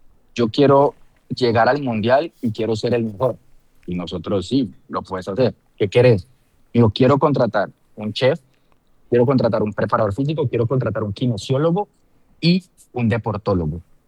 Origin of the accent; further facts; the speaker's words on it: Colombia; Porque nosotros como colombianos, nosotros, o sea, el tema...